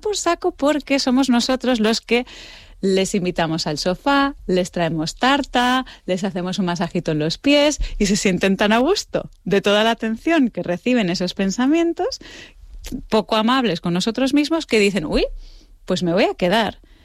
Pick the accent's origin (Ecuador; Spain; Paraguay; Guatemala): Spain; Canary Islands; accent: godo; en Gran Canaria, que es donde tengo yo aquí a la familia, aunque tenga el acento godo, soy canaria, y se nota un montón